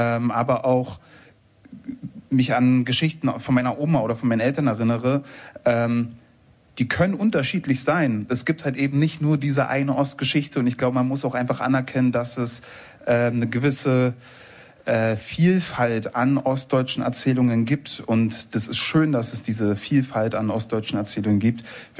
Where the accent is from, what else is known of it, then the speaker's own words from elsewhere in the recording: East Germany, Germany; now in Berlin, Germany; weil ganz lange habe ich mich eben nicht als Ossi definiert oder so. Und ich frage mich auch, wann so richtig der Zeitpunkt kam. Wahrscheinlich auch, als ich dann nach Berlin gezogen bin